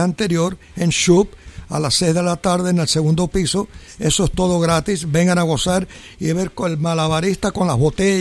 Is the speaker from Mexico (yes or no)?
no; Venezuela; also born or lived in Catalonia; Pero me crié en Venezuela toda mi vida. Y de Venezuela.